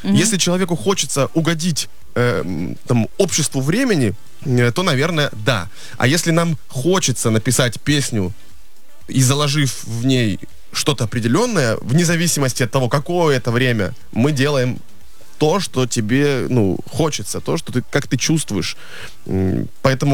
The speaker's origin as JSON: {"language": "Russian", "town": "Kurakhove", "region": "Donetsk Oblast", "country": "Ukraine", "tie": "born or raised there", "moved": "yes", "said": "это было в Курахово. В нашем родном городе."}